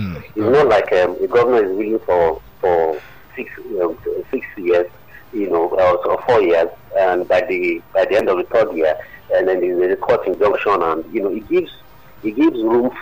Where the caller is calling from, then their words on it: Abule Egba, Lagos, Nigeria; I'm calling from Abule Egba.